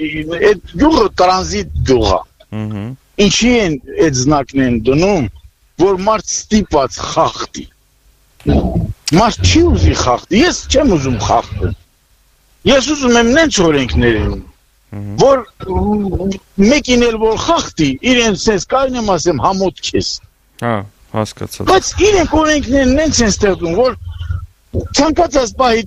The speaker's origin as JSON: {"language": "Armenian", "region": "Nagorno-Karabakh", "country": "Azerbaijan", "said": "ես ուրեմն Արցախից եմ"}